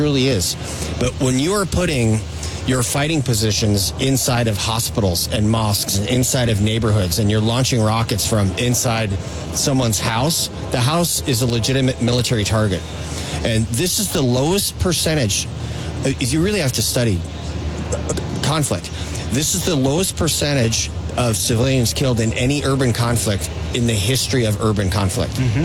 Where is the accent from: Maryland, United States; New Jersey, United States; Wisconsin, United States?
Wisconsin, United States; I'm from Wisconsin